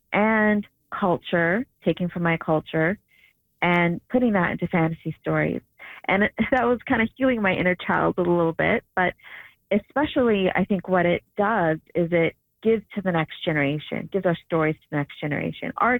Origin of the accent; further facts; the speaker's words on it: Nigeria; I'm Nigerian, and I just didn't learn a whole lot about it, especially in the K-12 system.